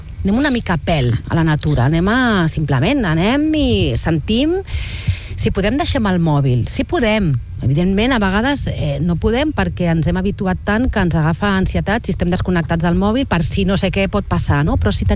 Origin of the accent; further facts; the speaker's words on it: Barcelona, Catalonia, Spain; now in Altafulla, Spain; com altafullenca, o com a Barcelonina afincada d'Altafulla